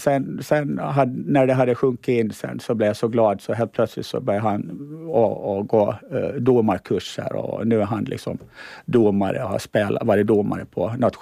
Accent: Åland, Finland

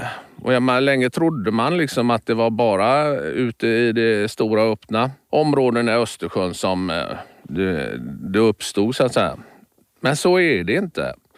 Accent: Västra Götaland County, Sweden; Fjordar har vi i Bohuslän där jag växte upp.

